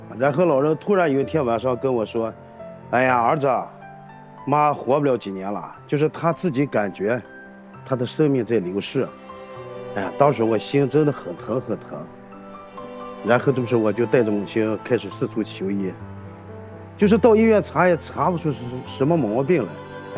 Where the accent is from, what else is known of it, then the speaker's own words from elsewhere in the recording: Datong, Shanxi, China; 我今年52岁，我是山西大同人，土生土长的。